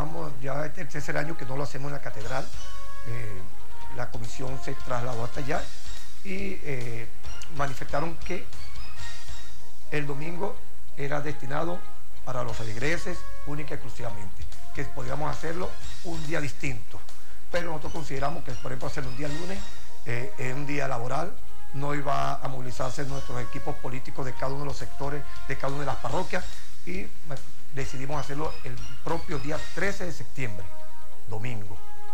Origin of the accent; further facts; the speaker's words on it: Aparicio parish, Monagas, Venezuela; yo soy de Piar.